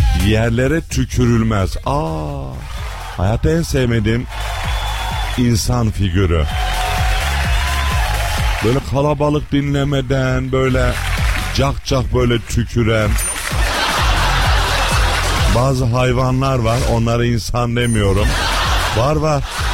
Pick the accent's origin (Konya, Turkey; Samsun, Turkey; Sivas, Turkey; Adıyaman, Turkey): Adıyaman, Turkey; Adıyaman Besti'den, Gölbaşı'ndan biz de oralıyız. Biz Allah'ın köylüleriyiz.